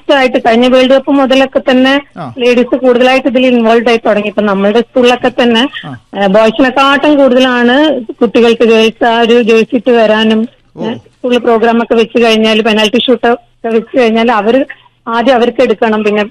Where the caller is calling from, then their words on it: Malappuram, Kerala, India; ഞാന് ഒരു അധ്യാപികയാണ്, മലപ്പുറം GPS വലിയോറ ഉള്ള അധ്യാപികയാണ്.